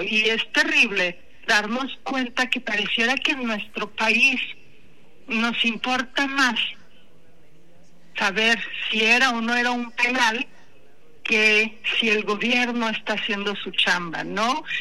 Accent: Mexico

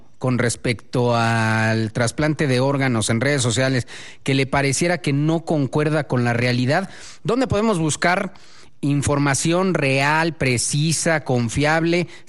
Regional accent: Mexico; ¿Qué tan solidarios somos los mexicanos?

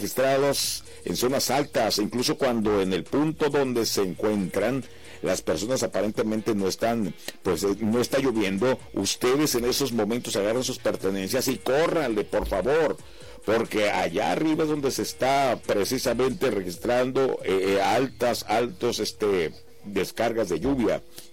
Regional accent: Mexico; Pero los que somos allá de Bahía, que conocemos este arroyo

